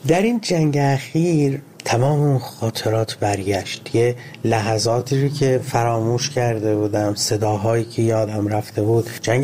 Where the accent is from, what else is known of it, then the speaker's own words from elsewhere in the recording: Ahvaz, Khuzestan, Iran; من کودکیمو توی جنگ گذروندم، اهواز، و در تمام طول 8 سال جنگ من با این سیر افزایشی بمباران‌ها بزرگ می شدم.